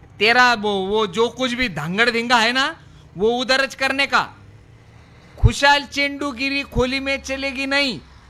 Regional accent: Satara, Maharashtra, India; अरे मी साताऱ्याचाच रे बाबा

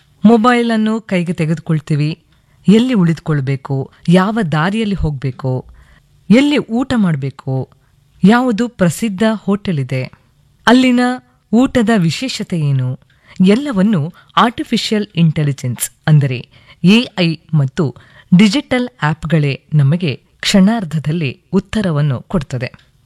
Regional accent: Karnataka, India

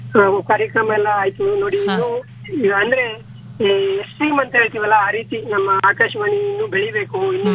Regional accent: Sigekote, Karnataka, India; now in Bengaluru, India; ನಾವು ಕನಕಪುರ ತಾಲೂಕು ಸಿಗೇಕೋಟೆ ನಮ್ಮೂರು. ನಾವಿರೋದು ಬೆಂಗಳೂರು ಸುಂಕದಕಟ್ಟೆನಲ್ಲಿ.

